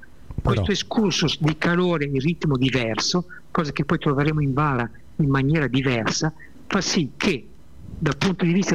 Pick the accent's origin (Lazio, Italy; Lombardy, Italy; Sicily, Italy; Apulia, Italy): Lombardy, Italy; Milan; io sono nato a Milano